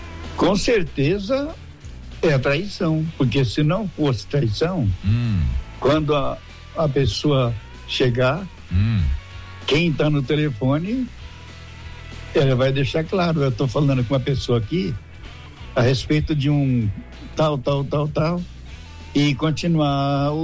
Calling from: São Paulo, Brazil; Eu sou aqui de Americanópolis

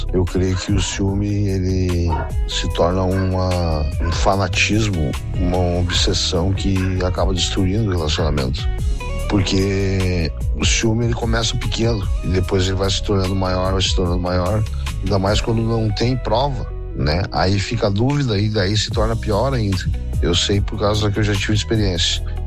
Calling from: Cruz Alta, Rio Grande do Sul, Brazil; sou aqui de Cruz Alta, segurança noturna.

